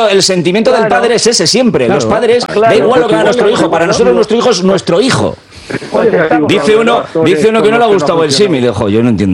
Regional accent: Sestao, Basque Country, Spain; yo soy de Sestao. En Sestao, yo recuerdo de pequeño

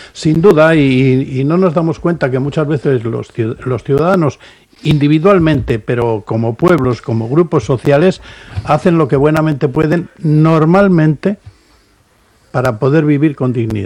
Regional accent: Basque Country, Spain; como ciudadano español y vasco

